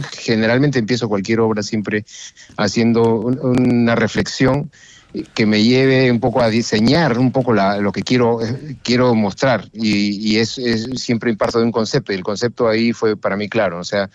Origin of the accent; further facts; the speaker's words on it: Chimbote, Ancash, Peru; como yo soy de Chimbote es un puerto y siempre está obligado al mar, siempre está cerca del mar